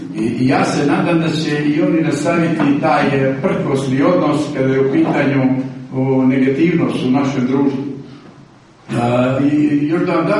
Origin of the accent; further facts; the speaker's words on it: Podgorica, Montenegro; also born or lived in Berane; ja sam bukvalno porastao u Podgorici, a rođen sam u Beranu.